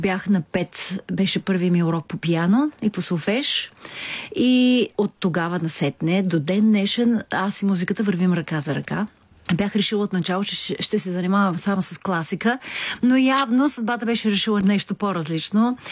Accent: Yambol, Yambol Province, Bulgaria; Аз съм от Ямбол.

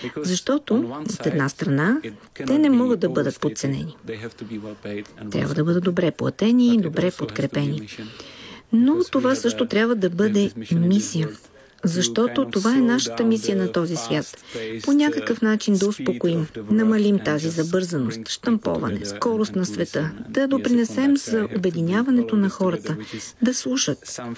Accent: Kroměříž, Zlín Region, Czechia; като 6 от тях са в Кромежиш, в моя роден град.

